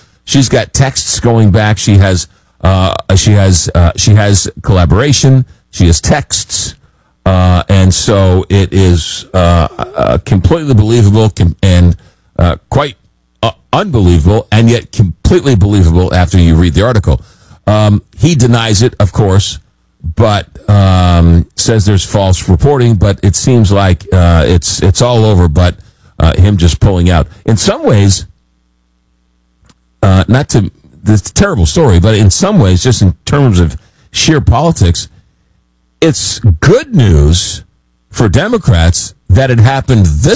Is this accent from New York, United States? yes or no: yes; New York, United States; born or raised there